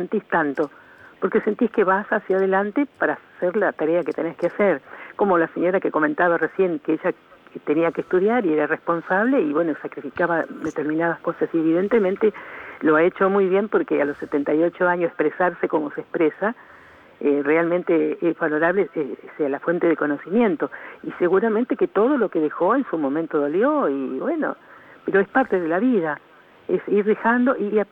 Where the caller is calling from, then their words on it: Chascomús, Buenos Aires Province, Argentina; de Chascomús.